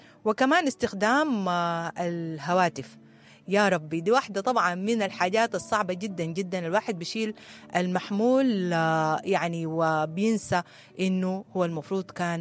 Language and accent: Arabic; Sudan; إحنا كمجتمع سوداني معروفين بحبنا للجيرة